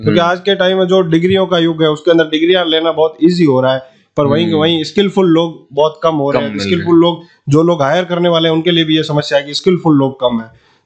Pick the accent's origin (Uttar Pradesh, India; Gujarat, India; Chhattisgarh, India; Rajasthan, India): Rajasthan, India; Jaisalmer; मैं खुद जैसलमेर से आता हूँ